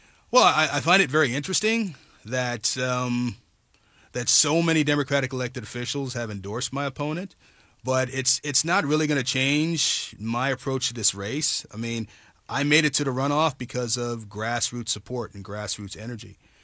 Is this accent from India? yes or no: no; Virginia, United States; my political ideology was with me from the time when I was growing up in Virginia, living with 2 progressive parents.